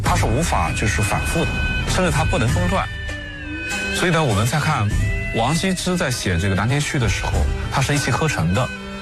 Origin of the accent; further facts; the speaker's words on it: China; 啊，我们中国人啊会认为这个冬春之交呢，它是一个非常重要的时刻